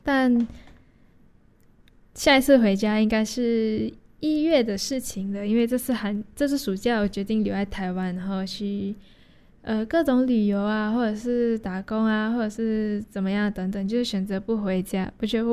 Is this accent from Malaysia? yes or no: yes; Malaysia; 我说对啊，我来自马来西亚。